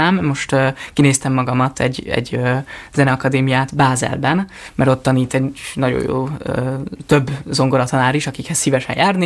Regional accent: Hungary; born there; also born or lived in France; amikor utána Magyarországra költöztünk

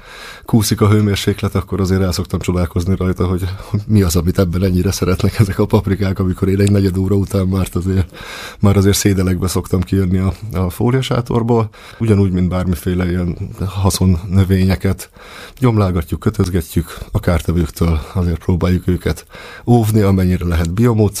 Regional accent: Hungary; moved away as an adult; also born or lived in Ireland; a kis telekről azt tudni kell, hogy én gyerekként ott nőttem föl.

